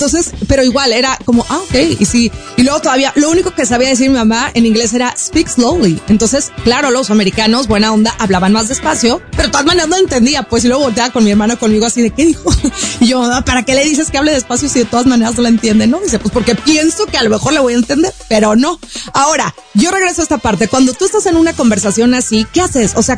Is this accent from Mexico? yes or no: yes; Mazatlán, Sinaloa, Mexico; trabajamos justo allá en Mazatlán, Sinaloa, de donde yo soy, en la playa